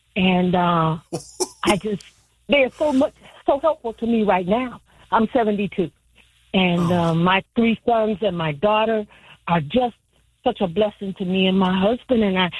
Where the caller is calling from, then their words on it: Cleveland, Ohio, United States; from Cleveland.